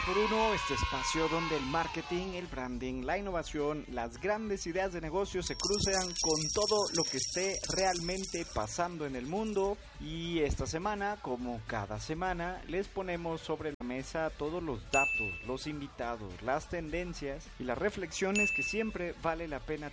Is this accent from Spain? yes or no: no; Mexico